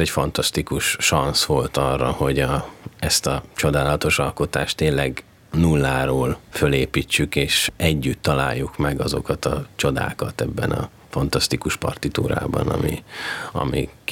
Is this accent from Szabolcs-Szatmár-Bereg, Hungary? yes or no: no; Budapest, Hungary; én 2019 óta vezényelek abban a színházban, amelyben én fölnőttem, hiszen mindkét szülőm ott dolgozott, édesapám ott volt karmester, édesanyám a kórusban ott énekelt. Talán nem nagy képűség azt mondani, hogy én haza jövök a Magyar Állami Operaházban